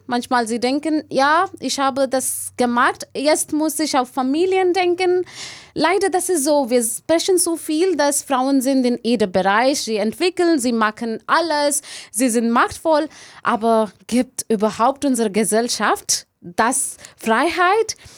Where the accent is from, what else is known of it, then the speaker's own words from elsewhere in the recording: India; German is a second language; hatte ich für mich diesen Kurs gesucht in einer anderen Stadt in Indien. Davor hatte ich auch von meiner Heimat, davor muss ich von meiner Heimat umsehen, so einen anderen Ort sehr weit weg.